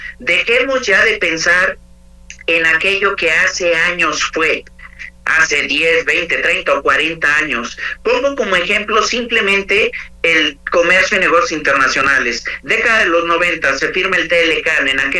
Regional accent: Mexico City, Mexico; pero sí soy mexicano y sí soy capitalino, y me siento profundamente orgulloso de que México y mi ciudad natal sean, por tercera ocasión, sede del Mundial.

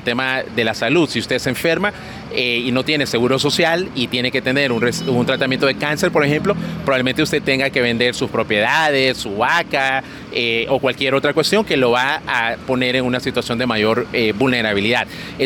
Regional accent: Honduras

